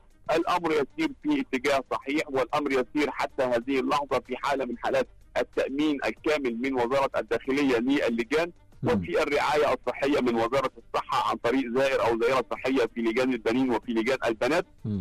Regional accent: Egypt

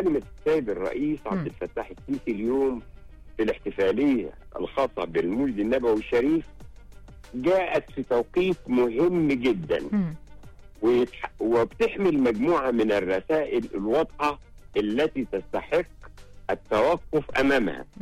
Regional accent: Egypt

